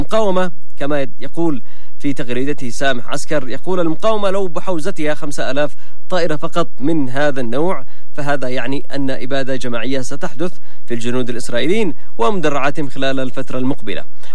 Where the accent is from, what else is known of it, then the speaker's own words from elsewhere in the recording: Yemen; وبالمقابل سيبقى هذا النظام عدوا لنا نحن كيمنيين ما دمنا أحياء على هذه الأرض.